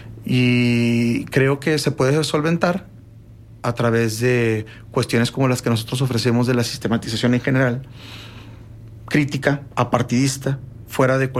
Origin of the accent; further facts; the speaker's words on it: Gómez Palacio, Durango, Mexico; que soy de Gómez Palacio